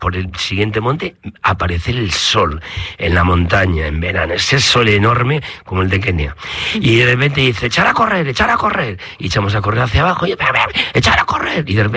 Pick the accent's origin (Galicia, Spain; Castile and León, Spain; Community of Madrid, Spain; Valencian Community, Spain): Galicia, Spain; Ourense; Yo soy niño de aldea, tengo la suerte de... Soy de Ourense capital, pero soy niño de aldea. Entonces hemos tenido contacto con la naturaleza.